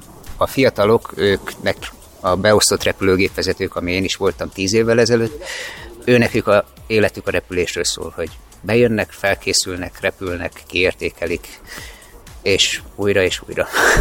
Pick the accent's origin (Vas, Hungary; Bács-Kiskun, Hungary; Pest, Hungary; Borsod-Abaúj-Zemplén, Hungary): Pest, Hungary; Halásztelek; Gyerekkoromban én halásztelken nőttem fel a tököri reptér mellett, ott a 80-as években még elég sok repülőgép volt